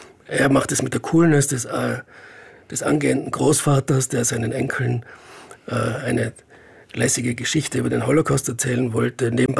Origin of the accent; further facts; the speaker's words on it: Innsbruck, Tyrol, Austria; Ja, jetzt als Innsbrucker gesprochen, ist es einfach super, dieses Dokument zu haben aus dem Gefängnis.